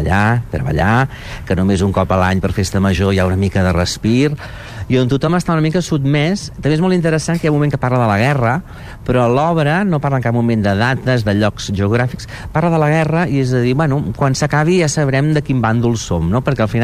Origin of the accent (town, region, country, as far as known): Catalonia, Spain